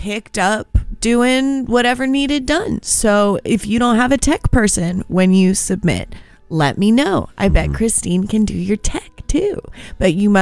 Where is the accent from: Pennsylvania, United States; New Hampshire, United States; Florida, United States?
Pennsylvania, United States; Pittsburgh; now in Chicago, United States; I'm from Pittsburgh.